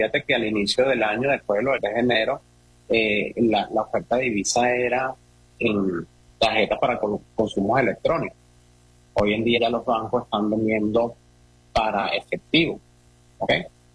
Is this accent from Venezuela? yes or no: yes; Venezuela; estar tranquilos nosotros como venezolanos acá